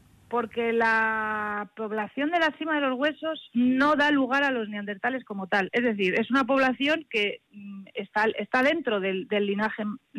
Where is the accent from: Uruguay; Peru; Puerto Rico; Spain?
Spain; Aranjuez, Community of Madrid; yo es que soy de Aranjuez